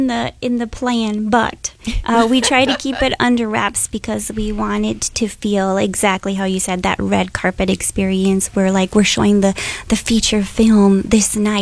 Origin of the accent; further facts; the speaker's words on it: Texas, United States; I'm from Texas originally. So in Texas, obviously, those demographics are completely different than in, right. in Wisconsin, in Northeast Wisconsin. And in my community, I've lived there 20 years.